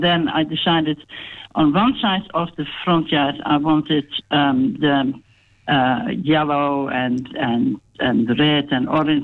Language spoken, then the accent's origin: English; Netherlands; now in Australia; we came here in the 1980s, and I came from Holland. I must say I was rather blown away by the Australian natives.